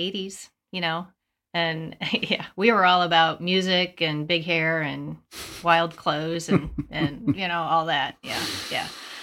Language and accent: English; Geneseo, Illinois, United States; also born or lived in Peoria, Illinois; Geneseo, Illinois. Ah. I was born in Peoria. My father worked for Caterpillar. Mom was a nurse at Methodist Hospital at the time in Peoria. That's where she got her degree. And we moved.